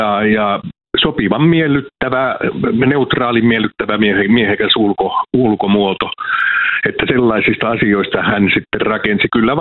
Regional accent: Savonia, Finland; mä oon semmoinen yleis-itäsuomalainen, eli että mä oon savolainen, mutta kyllä tämä itäsuomalainen mielenlaatu ja kieli

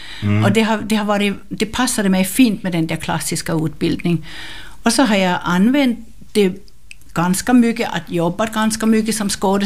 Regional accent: Copenhagen, Capital Region of Denmark, Denmark; now in Finland; Jag är från Köpenhamn. Jag är född i Köpenhamn och har gått i skola i Köpenhamn och har levt ett fullständigt normalt vanligt liv till jag blev 12 år.

